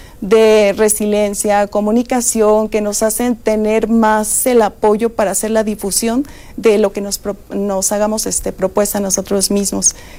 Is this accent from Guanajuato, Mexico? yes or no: yes; Irapuato, Guanajuato, Mexico; yo le comento, soy de Irapuato, Guanajuato, no muy lejos, pero mis padres son de una condición humilde.